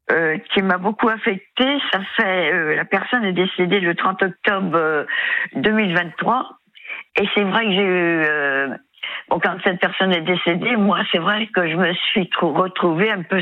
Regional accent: Saint-Nazaire, Pays de la Loire, France; Dans le Loir-Atlantique.

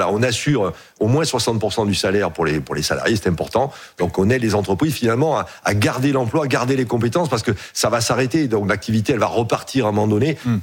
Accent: France; Oui, d'ailleurs, vous le sentez à mon accent. Moi, je suis pas du tout. Ouais, je suis plutôt de cette France-là, de la France des régions

